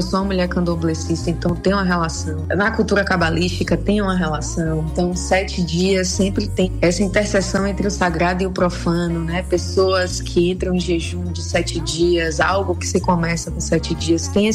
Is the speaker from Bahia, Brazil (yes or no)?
yes; Bahia, Brazil; now in Salvador, Brazil; tanto aqui de Salvador quanto do Recôncavo da Bahia, que é onde eu cresci, São Sebastião, Santo Amaro, Cachoeira.